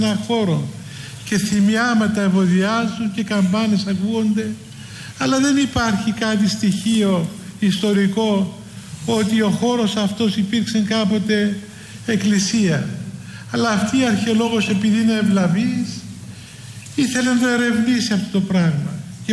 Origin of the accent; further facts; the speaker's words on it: Cyprus; moved away; εγώ είμαι από την Κύπρο και βιώσαμε στην πατρίδα μας την προσφυγιά, όπως και εσείς εδώ πριν αρκετά χρόνια, και φύγαμε από τον τόπο μας και αφήσαμε τα ιερά και τα όσια μας.